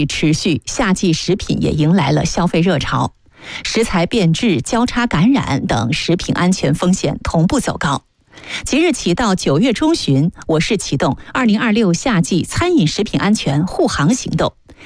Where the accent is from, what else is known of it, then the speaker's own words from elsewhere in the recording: Yichang, Hubei, China; 聊聊咱们宜昌人关心的身边事儿。